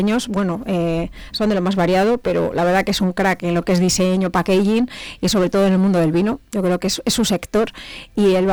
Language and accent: Spanish; Toro, Castile and León, Spain; Yo soy de Toro, me encanta el vino de Toro.